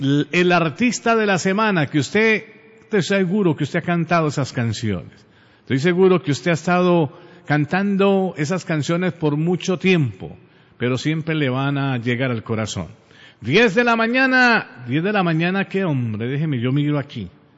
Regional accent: Colombia; hay que hacerlo como buen colombiano.

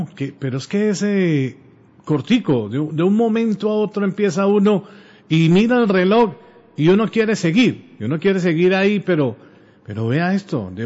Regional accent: Colombia; born there; yo soy orgullosamente hispano, orgullosamente latino, hablo orgullosamente este castellano, dicen en la calle este español, y nací en una tierra maravillosa, en la puerta Suramérica, en una tierra donde es lleno de verde, de café

